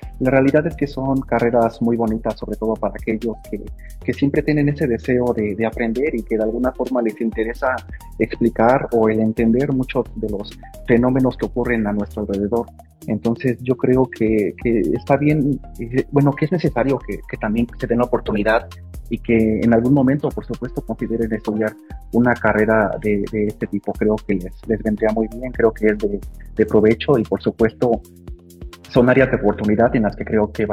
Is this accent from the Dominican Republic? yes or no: no; Tenango de Doria, Hidalgo, Mexico; yo soy originario del municipio de Tenango de Doria, soy vecino de la localidad de El Damo. Mis padres, mi mamá es originaria del municipio de San Bartolo, es de la localidad de Santa Cruz, y mi padre es originario del estado de Guerrero.